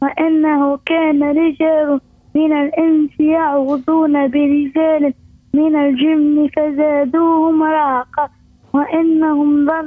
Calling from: Mahdia Governorate, Tunisia; المهدية سيدي زيد.

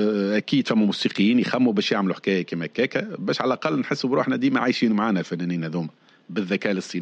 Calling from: Gafsa, Gafsa Governorate, Tunisia; يتكلم فيه من قفصة

